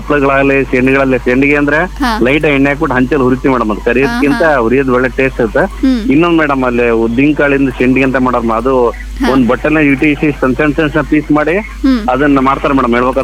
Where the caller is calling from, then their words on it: North Karnataka, India; ನಾವು ಉತ್ತರ ಕರ್ನಾಟಕದವರು